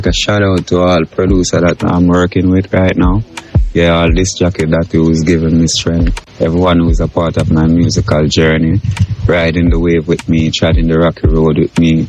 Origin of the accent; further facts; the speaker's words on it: Spanish Town, Saint Catherine, Jamaica; born there; now in Kingston, Jamaica; I'm from Jamaica. I was born on the 9th of July, 1986 at Spanish Town Hospital, St. Catherine. I'm now living at Washington Garden, Kingston City.